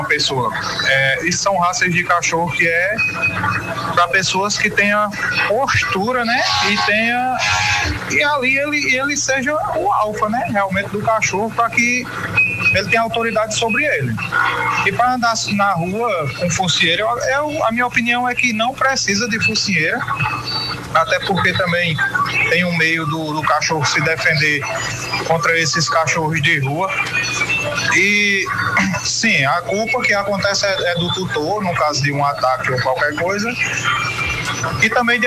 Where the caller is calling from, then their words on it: São Domingos, Brazil; sou de São Domingos.